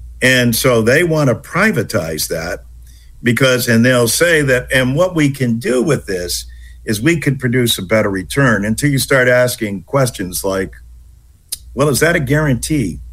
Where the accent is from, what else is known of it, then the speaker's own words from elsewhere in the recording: East Hartford, Connecticut, United States; my hometown of East Hartford.